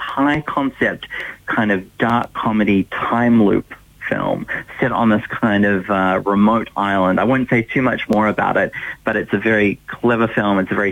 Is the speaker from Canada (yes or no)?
no; New Zealand; as I'm a New Zealander and had grown up with so many sort of incredible performances.